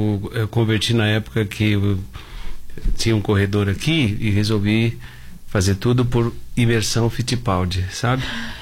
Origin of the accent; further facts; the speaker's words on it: Baixada Santista, São Paulo, Brazil; born there; Eu, como nasci na Baixada Santista